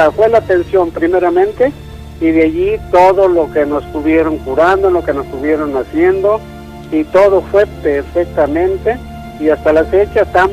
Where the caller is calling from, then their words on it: Zapopan, Jalisco, Mexico; De aquí, de Zapopan.